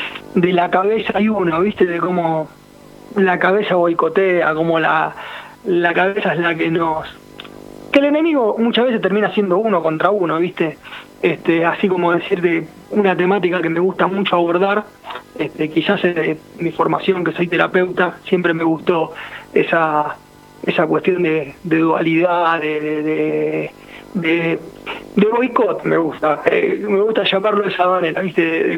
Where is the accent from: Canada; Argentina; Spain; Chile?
Argentina; Villa Madero, Buenos Aires Province; Me crié en Villa Madero y sostengo Villa Madero.